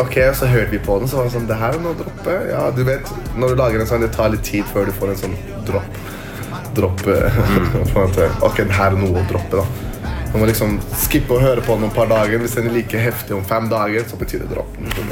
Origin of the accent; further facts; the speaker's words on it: Trondheim, Trøndelag, Norway; Jeg er fra Trondheim, brør. Jeg elsker Trondheim.